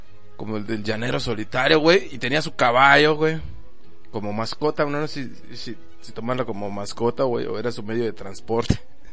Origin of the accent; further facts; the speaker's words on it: Yucatán, Mexico; Hablo como mexicano, güey. Tú hablas como chucateco, güey. Si somos chucatecos.